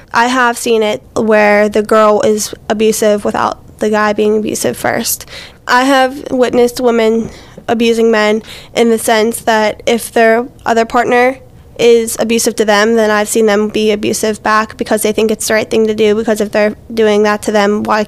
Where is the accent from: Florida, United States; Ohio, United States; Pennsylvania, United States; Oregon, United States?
Pennsylvania, United States; I'm 16 from South Allegheny.